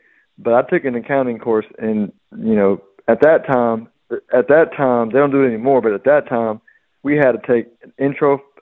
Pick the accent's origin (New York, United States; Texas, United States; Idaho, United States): Texas, United States; Houston; moved away as an adult; also born or lived in San Antonio; Grew up in Houston, but I spent quite a bit of time in San Antonio. I went to college there, and then we stayed there after college for a few years after I got married.